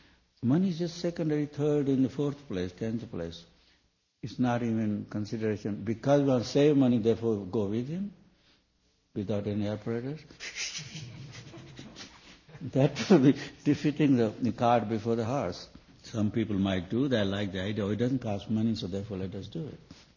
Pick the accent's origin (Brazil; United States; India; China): India; not only because I'm Oriental or from India and so on and so forth